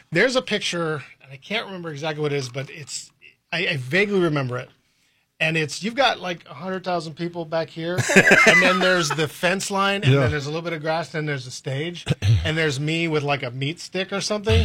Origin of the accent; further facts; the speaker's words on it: Los Angeles, California, United States; I grew up in California. Yeah, okay. But I grew up out in L.A., so I was a Dodgers fan, Angels fan, all that stuff.